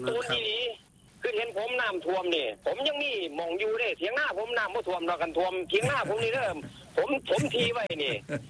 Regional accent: Ubon Ratchathani, Thailand; ทั้งอุบลแบ่งบ่ได้ครับทั้งอุบลผมแล้วบ้านเกิดผมนี่แบ่งบ่ได้

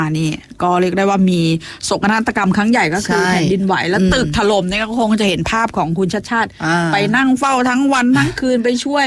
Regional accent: Bangkok, Thailand; ในฐานะคนกทม.ต้องพูดได้เต็มปากเต็มคำเหมือนกัน

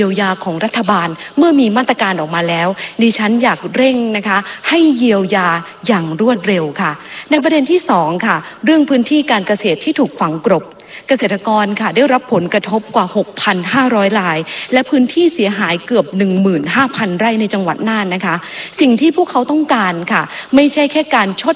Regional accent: Sawang Daen Din, Sakon Nakhon, Thailand; ดิฉันค่ะเป็นลูกอีสานเกิดสว่างแดนดินจังหวัดสกลนคร

